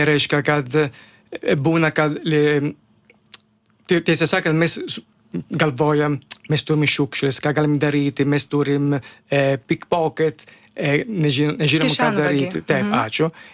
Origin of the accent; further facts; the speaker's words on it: Italy; Lithuanian is a second language; now in Lithuania; bet aš esu italas.